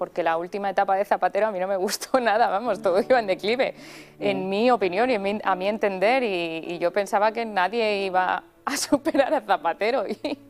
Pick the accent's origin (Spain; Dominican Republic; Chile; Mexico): Spain; Zaragoza, Aragon; Yo empecé locutando partidos en la Romareda, en mi tierra, en el campo de fútbol del Real Zaragoza, cuando jugaba el Real Zaragoza.